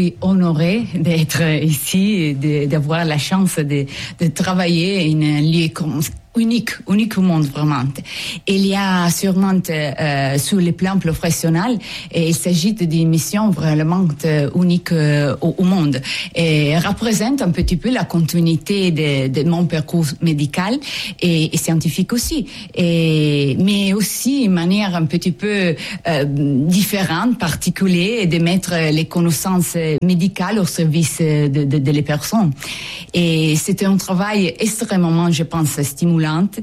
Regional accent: Italy; Oui, je suis italienne.

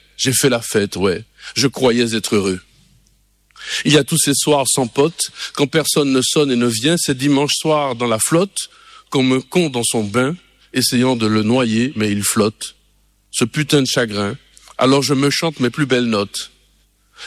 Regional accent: Martinique

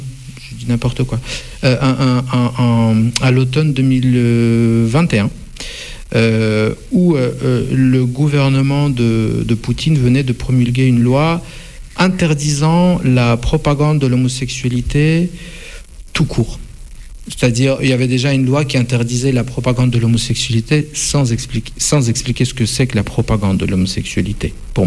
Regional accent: Russia; moved away; la mémoire de ma jeunesse et la mémoire de la Russie de ma jeunesse

